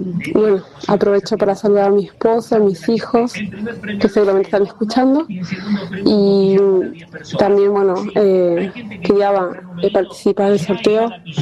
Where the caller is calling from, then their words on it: Virrey del Pino, Buenos Aires Province, Argentina; Yo soy de Río del Pino.